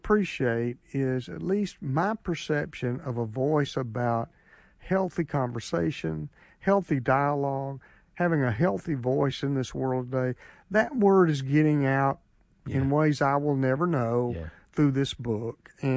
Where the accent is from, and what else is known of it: Griffin, Georgia, United States; born or raised there